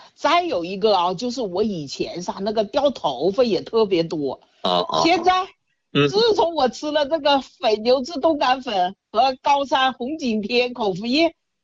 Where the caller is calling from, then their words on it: Jiangsu, China; 我家是江苏的